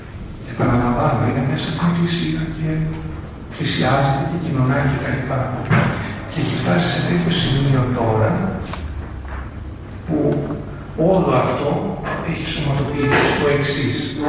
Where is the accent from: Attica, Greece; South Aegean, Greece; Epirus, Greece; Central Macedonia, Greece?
Epirus, Greece; Preveza; moved away; βρέθηκα στην Πρέβεζα, στην ιδιαίτερη πατρίδα μου